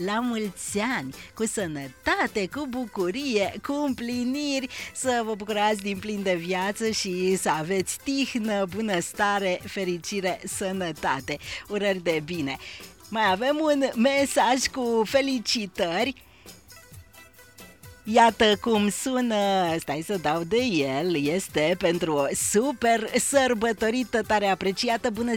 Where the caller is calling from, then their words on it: Holbav, Brașov County, Romania; din Dealul Mare, din comuna Holbav